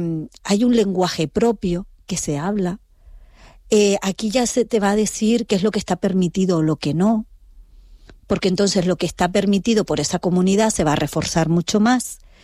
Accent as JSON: {"language": "Spanish", "region": "Canary Islands", "country": "Spain"}